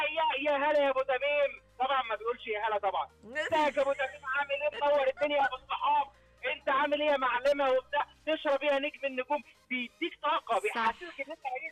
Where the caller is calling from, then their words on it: Egypt; عندنا في مصر